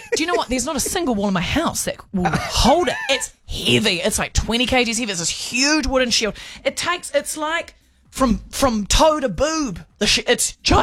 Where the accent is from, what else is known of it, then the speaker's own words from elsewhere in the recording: Wellington, New Zealand; I grew up in Wellington.